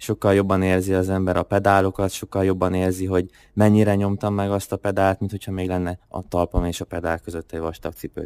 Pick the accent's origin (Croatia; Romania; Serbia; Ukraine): Romania; Coltău, Maramureș; moved away as an adult; also born or lived in Târgu Mureș, Romania; now in Szeged, Hungary